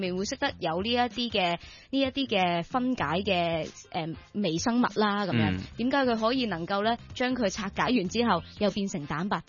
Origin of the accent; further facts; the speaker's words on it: Hong Kong; 我哋香港人都好鍾意食呀。